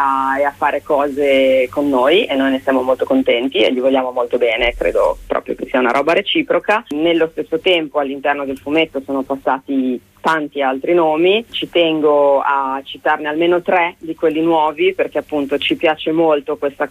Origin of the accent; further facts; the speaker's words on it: Bologna, Emilia-Romagna, Italy; lo dico da bolognese, insomma da bolognese, da traduzione.